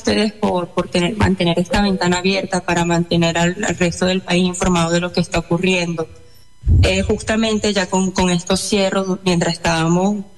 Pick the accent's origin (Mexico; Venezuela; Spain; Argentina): Venezuela